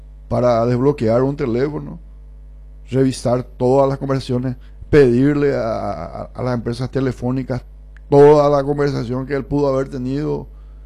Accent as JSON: {"language": "Spanish", "country": "Paraguay", "said": "yo te digo como paraguayo."}